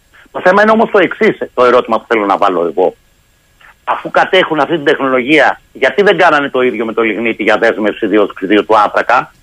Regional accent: Aliveri, Central Greece, Greece; Δαπανώνται πάνω από 400-450 εκατομμύρια στην ιδιαίτερη πατρίδα μου, στο Αλιβέρι

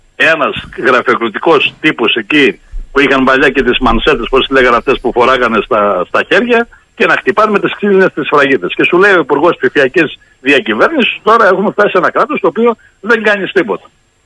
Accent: Thessaly, Greece; Εγώ ζω σε μια περιφέρεια, η οποία είναι στερεά Ελλάδα, αλλά το χωριό μου γεωγραφικά είναι μέσα στη Θεσσαλία.

